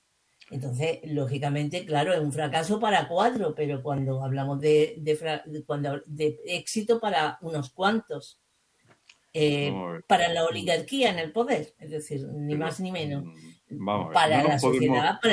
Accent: Spain; somos españoles y como tal queremos una identidad como españoles.

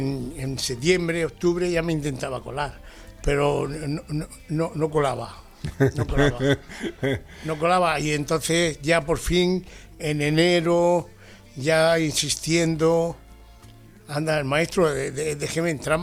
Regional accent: Adra, Andalusia, Spain; Yo soy de Adra, de Almería.

